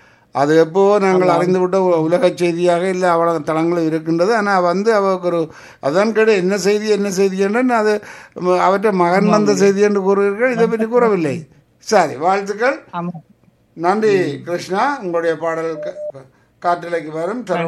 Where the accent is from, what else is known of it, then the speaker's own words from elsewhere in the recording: India; born there; moved away; எங்கள் பிறந்த நாடு ஆன்மீக நாடு இந்தியாவிலே இருந்து நாங்கள் மேல நாடுகளுக்கு வந்தாலும் இன்னும் நாங்கள் ஆன்மீகத்தை பின்பற்றுகிறோம்.